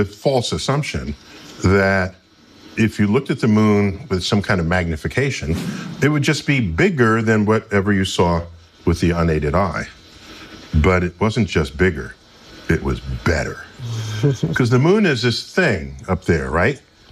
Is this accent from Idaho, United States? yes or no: no; New York City, New York, United States; And I grew up in the Bronx